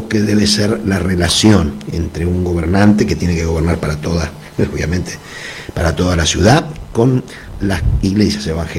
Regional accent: Lomas de Zamora, Buenos Aires Province, Argentina; moved away as an adult; now in Bahía Blanca, Argentina; yo hace 35 años que estoy acá en Bahía Blanca, la tomé como mi ciudad adoptiva, soy oriundo allá de Loma de Zamora, y vine de muy joven con mis hijos muy chiquitos

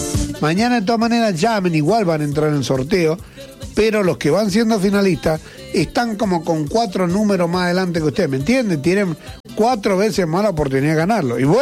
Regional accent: Mendoza, Argentina; born there; Soy nacido a la vera del río Mendoza

